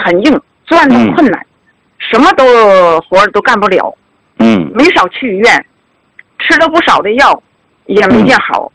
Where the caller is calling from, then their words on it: Qingdao, Shandong, China; 我来自山东青岛的，